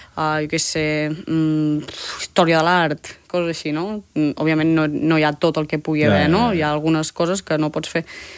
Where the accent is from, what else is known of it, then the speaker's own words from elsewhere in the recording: Palafrugell, Catalonia, Spain; jo sóc de Palafrugell, eh?